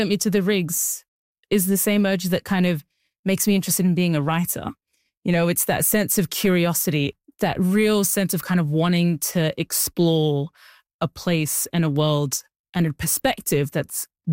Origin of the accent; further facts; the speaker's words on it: Australia; also born or lived in Sudan; I was born in Sudan. I was raised in Australia. You know, I started wearing the hijab, the headscarf, when I was like 10 years old.